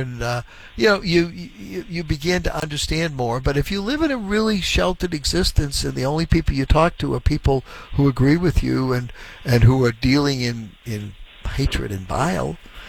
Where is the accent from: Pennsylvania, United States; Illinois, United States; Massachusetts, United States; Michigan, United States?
Massachusetts, United States; Boston; born there; As a kid, I went to a Catholic grammar school in Reedville, and when I went to Boston Latin School